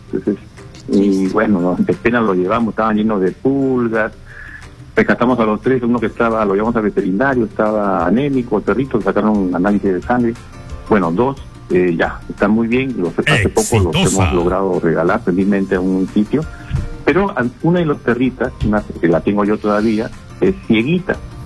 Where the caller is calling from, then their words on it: Pisco, Ica, Peru; llamo desde la ciudad de Pisco.